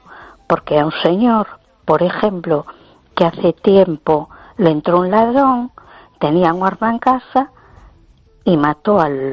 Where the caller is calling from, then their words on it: A Coruña, Galicia, Spain; de Coruña.